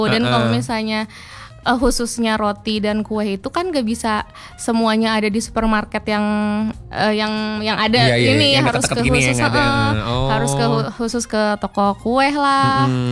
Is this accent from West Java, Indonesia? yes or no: yes; Bandung, West Java, Indonesia; Aku dari daerah Antapani, Kak.